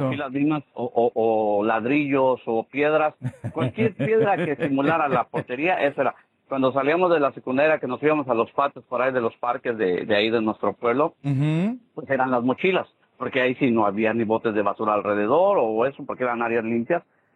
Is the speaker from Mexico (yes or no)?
yes; Tepotzotlán, State of Mexico, Mexico; en el pueblo donde yo crecí, crecí ahí en Tepoztlán, sí había campos de fútbol, pero estaban a las afueras